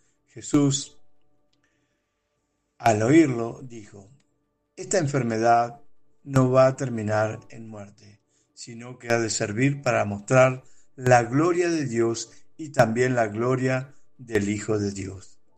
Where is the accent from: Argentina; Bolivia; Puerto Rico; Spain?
Argentina; soy de Argentina